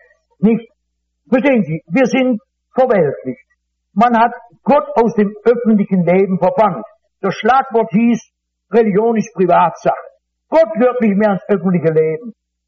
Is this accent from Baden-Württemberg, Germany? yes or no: no; North Rhine-Westphalia, Germany; ich komme aus dem Ruhrgebiet.